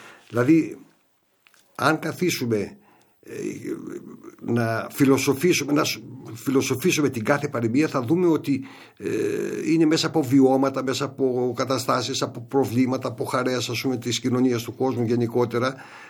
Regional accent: Vari, Western Macedonia, Greece; να πω μια παροιμία την οποία χρησιμοποιούμε στο χωριό μου, στη Βάρη

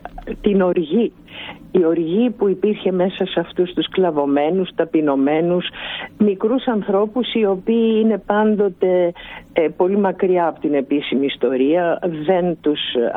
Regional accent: Istanbul, Turkey; και εγώ κατάγομαι από την Κωνσταντινούπολη

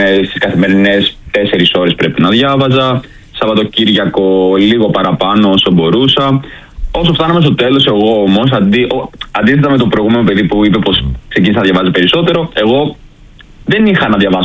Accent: Rhodes, South Aegean, Greece; Ναι, είμαι από τη Ρόδο.

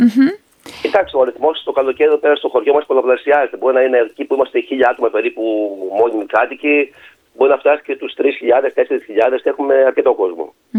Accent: Petra, North Aegean, Greece; στο χωριό μου την Πέτρα.

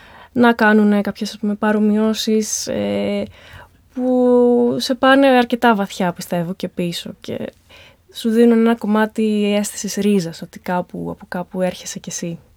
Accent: Thessaloniki, Central Macedonia, Greece; όταν ήμουν μικρή και μεγάλη στη Θεσσαλονίκη.

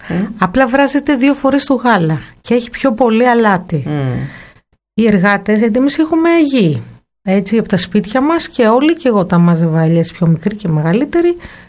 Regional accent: Peloponnese, Greece

